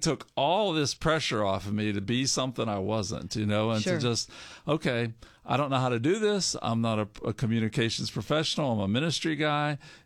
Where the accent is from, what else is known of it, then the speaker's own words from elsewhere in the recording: West Mifflin, Pennsylvania, United States; I grew up in West Mifflin